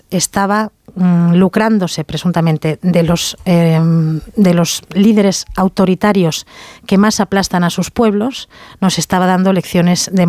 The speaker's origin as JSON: {"language": "Spanish", "country": "Spain", "said": "por el daño que nos hace como españoles a la imagen de nue"}